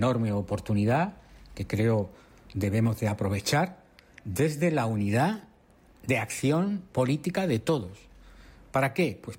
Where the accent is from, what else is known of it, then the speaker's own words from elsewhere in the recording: Spain; y eso es algo que como españoles debe llenarnos de orgullo y de satisfacción.